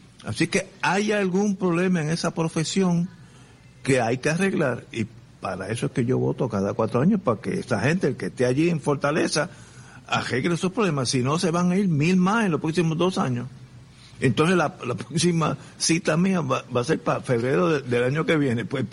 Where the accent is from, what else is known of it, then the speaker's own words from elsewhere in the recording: Puerto Rico; Yo, como puertorriqueño que soy